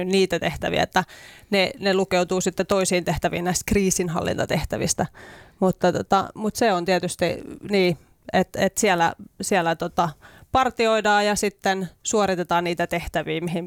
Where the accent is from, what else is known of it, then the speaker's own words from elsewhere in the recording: Iitti, Kymenlaakso, Finland; moved away; Mä oon Iitistä kotoisin.